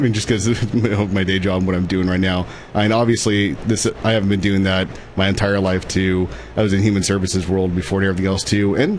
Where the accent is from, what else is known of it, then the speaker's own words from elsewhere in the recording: Grover Beach, California, United States; like I said, being born and raised in Grover Beach